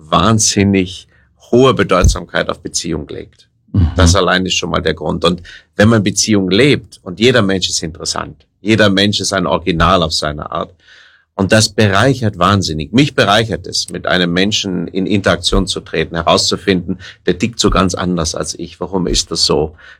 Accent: Rhineland, Germany; Ich bin ein Rheinländer, ja, ja

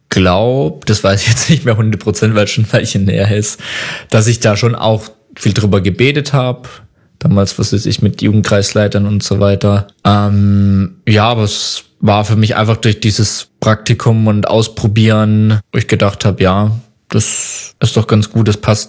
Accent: Pforzheim, Baden-Württemberg, Germany; die Mission lag nicht so weit weg von Pforzheim da, wo ich aufgewachsen bin.

